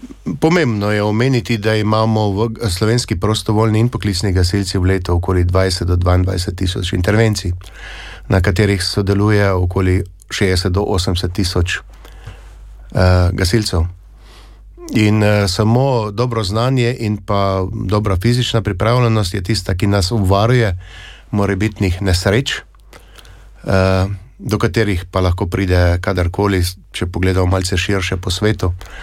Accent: Styria, Slovenia; Sam prihajam iz Štajerske

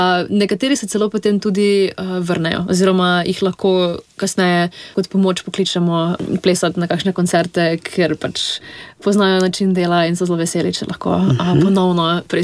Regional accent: Maribor, Drava, Slovenia; now in Ljubljana, Slovenia; Ja, jaz pa prihajam iz Maribora in sem v bistvu šla študirati v Ljubljano.

